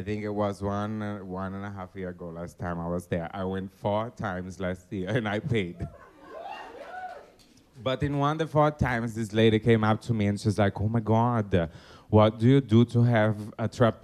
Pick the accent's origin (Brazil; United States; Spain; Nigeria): Brazil; I'm like, bitch, I'm from Brazil. I'm like, take a flight.